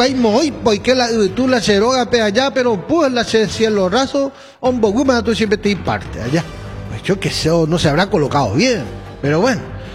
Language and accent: Spanish; Paraguay; nosotros como paraguayos tenemos una cultura muy arraigada y muy reconocida internacionalmente